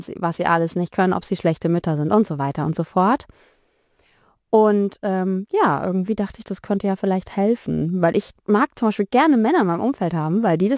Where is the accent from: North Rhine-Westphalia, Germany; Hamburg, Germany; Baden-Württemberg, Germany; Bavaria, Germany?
Baden-Württemberg, Germany; Heilbronn; also born or lived in Thuringia; now in Tübingen, Germany; Also ich bin geboren in Thüringen, bin dann so kurz nach der Wende mit meinen Großeltern und meiner Mama ins Schwabenland gezogen, nach Heilbronn. Und bin dann mit Anfang 20